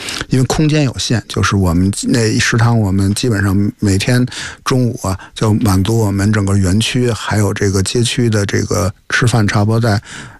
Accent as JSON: {"language": "Chinese", "region": "northern China", "country": "China"}